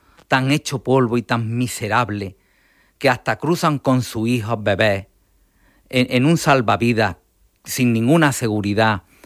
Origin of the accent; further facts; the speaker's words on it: Andalusia, Spain; me dicen tú que eres andaluz, ciudadano del Estado español, pero yo soy andaluz. Yo no quiero que mi Andalucía tenga...